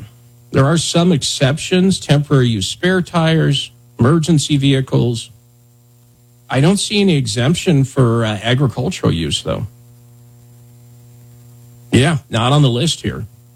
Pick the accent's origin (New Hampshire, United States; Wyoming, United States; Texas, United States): Wyoming, United States; pretty much the starter pack, if you bought a truck growing up in Wyoming, was you would buy the highway tires that were standard on it, right?